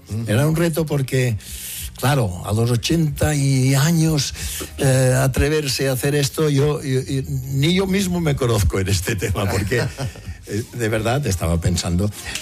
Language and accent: Spanish; Balearic Islands, Spain; accent: Mallorcan; Perdóname. Mi acento mallorquín